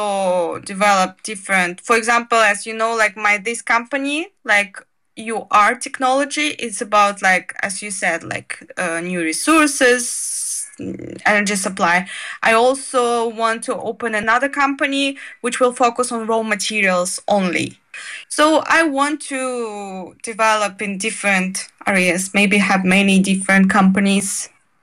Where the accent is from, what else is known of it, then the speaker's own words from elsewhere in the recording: Kazakhstan; English is a second language; now in China; But I'm from Kazakhstan and I really like Shandong because there is, I can see the sea. Because in Kazakhstan, you know, there is no sea.